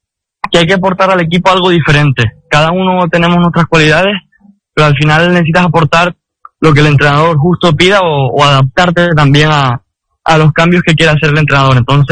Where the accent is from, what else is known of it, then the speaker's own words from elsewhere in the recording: Canary Islands, Spain; now in United Arab Emirates; mi tierra